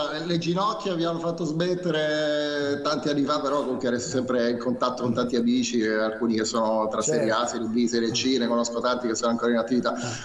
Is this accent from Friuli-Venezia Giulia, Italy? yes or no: no; Palermo, Sicily, Italy; Laura è anche stata dalle mie parti a Palermo, ospite a casa mia